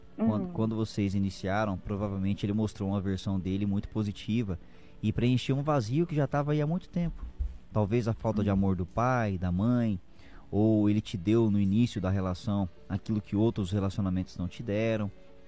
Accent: Uberlândia, Minas Gerais, Brazil; moved away; Eu sou de Uberlândia.

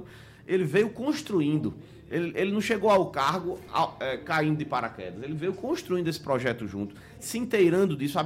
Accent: João Pessoa, Paraíba, Brazil; Eu sou pessoense, sou nascido aqui em João Pessoa, nasci e moro até hoje no bairro dos Bancários, na mesma casa. Então, assim, vivi minha vida toda aqui em João Pessoa.

